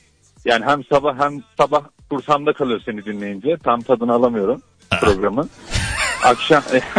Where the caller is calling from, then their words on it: Ankara, Turkey; Ankara'dan arıyorum.